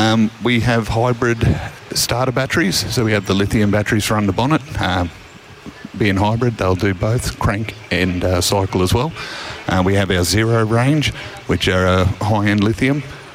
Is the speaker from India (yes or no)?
no; Mackay, Queensland, Australia; Youngler. Yeah. I'm from Mackay.